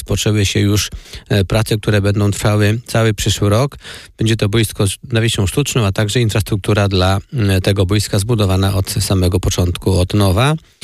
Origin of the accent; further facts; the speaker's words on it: Rybno, Masovian Voivodeship, Poland; Tak, ja pochodzę z ziemi sochaczewskiej, z gminy Rybno